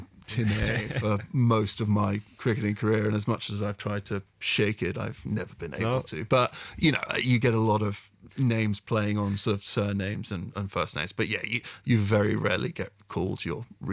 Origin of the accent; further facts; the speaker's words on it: Luxembourg; moved away as an adult; also born or lived in United Kingdom; I grew up in Luxembourg, and when I went to university in the UK